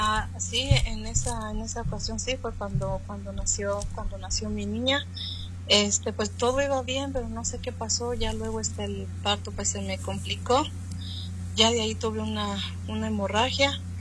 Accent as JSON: {"language": "Spanish", "region": "Michoacán", "country": "Mexico", "tie": "born there", "moved": "yes", "said": "Yo nací en Michoacán, México, pastor."}